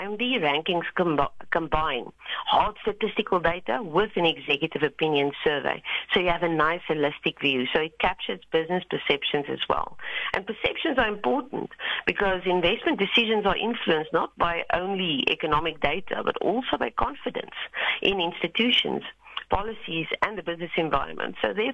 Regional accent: South Africa; we as South African citizens

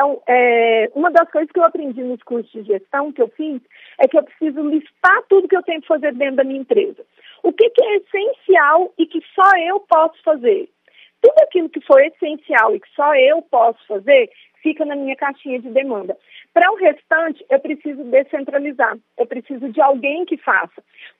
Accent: Goiás, Brazil; eu sou de Goiás

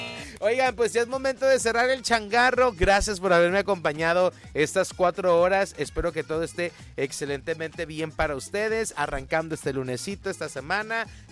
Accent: Comala, Colima, Mexico; Te prometo que no todos los de Comala somos así, conste.

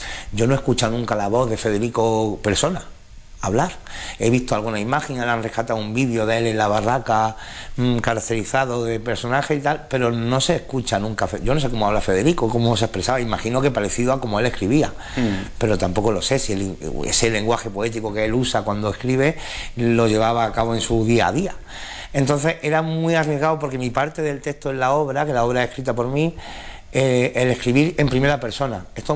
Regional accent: San Juan, Andalusia, Spain; now in Linares, Spain; Yo soy de San Juan, vivo en Linares, tenemos el acento que tenemos y tenemos el habla que tenemos

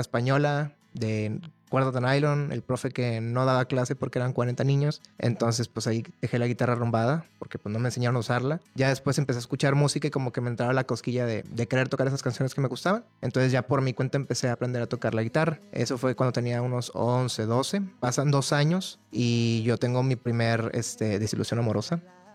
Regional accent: Guadalupe, Nuevo León, Mexico; Del municipio de Guadalupe. Criado, nacido ahí.

